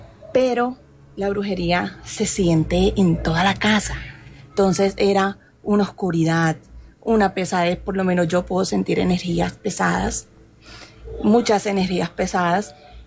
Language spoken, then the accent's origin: Spanish; Barranquilla, Atlántico, Colombia; yo desde pequeña, yo soy de Barranquilla.